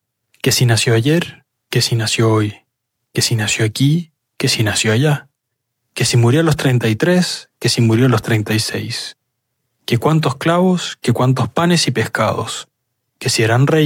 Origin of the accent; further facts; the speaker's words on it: Chile; moved away; Esa alegría que en mi país se dice, entre comillas, guatita llena, corazón contento.